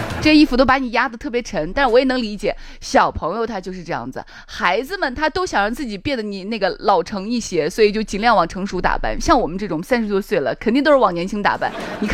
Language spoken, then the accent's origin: Chinese; Shaanxi, China; 我们陕西人